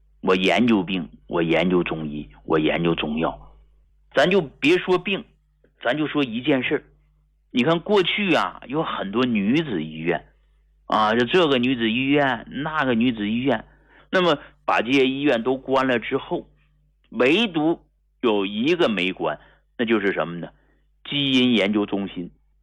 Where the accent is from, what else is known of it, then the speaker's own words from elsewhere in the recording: Hegang, Heilongjiang, China; 我是从农村走出来的中医大夫，一个土生土长的农民的儿子啊，从黑龙江鹤岗农村走出来的一个平民医者